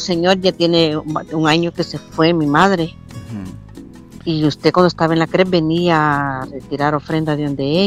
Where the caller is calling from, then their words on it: Candelaria de la Frontera, Santa Ana, El Salvador; De aquí de Candelaria de la Frontera, Cantón El Jute